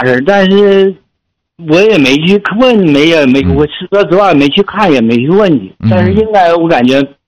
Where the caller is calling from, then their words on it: Liaoyuan, Jilin, China; 我是吉林辽源的。